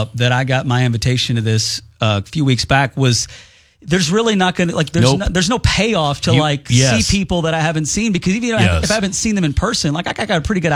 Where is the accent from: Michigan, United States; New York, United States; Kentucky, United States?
Kentucky, United States; I grew up in Bullitt County. It's where I live now, where my kids go to school.